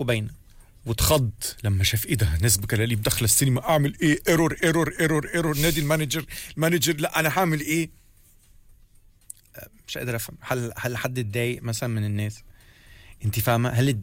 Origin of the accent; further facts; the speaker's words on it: Minya Governorate, Egypt; انا صعيدي, ما انا من المنيا.